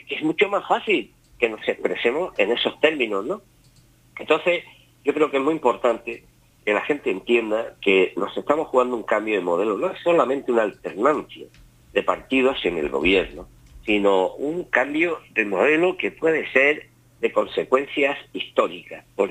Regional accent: Spain; o sea, somos españoles de mal, ¿no?

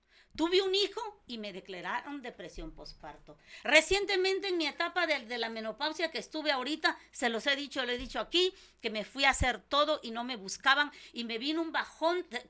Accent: Mexico; voy a meter a México, a mi país.

